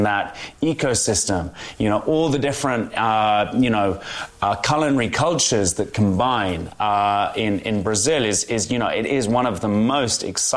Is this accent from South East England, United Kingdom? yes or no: no; London, United Kingdom; I mean, one of the huge privileges of growing up in London, which is a city of over 8 million people and encompasses people from all over the world